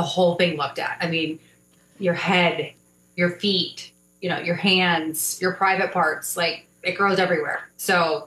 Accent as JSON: {"language": "English", "town": "Crystal Lake", "region": "Illinois", "country": "United States", "tie": "born or raised there", "said": "Actually, I grew up in Crystal Lake, so I grew up in a lake town"}